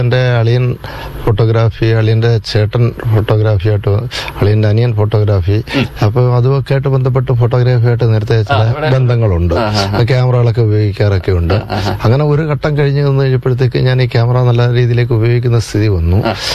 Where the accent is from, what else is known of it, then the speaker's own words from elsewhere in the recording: Alappuzha district, Kerala, India; born there; also born or lived in Kollam; ഞാൻ ജനിച്ചത് ആലപ്പുഴ ജില്ലയിലാണ്. കരിമുളയ്ക്കലിനും ചാരുമൂടിനും ഇടയിലുള്ള ഒരു സ്ഥലമാണ് അവിടെ.